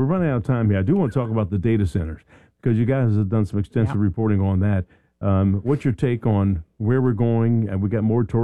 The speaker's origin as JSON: {"language": "English", "town": "Philadelphia", "region": "Pennsylvania", "country": "United States", "said": "See? I'm from Philly."}